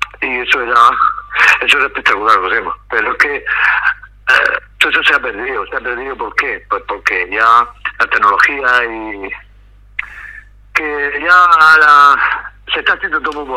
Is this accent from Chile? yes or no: no; Region of Murcia, Spain; yo soy murciano de pura cepa, como te he dicho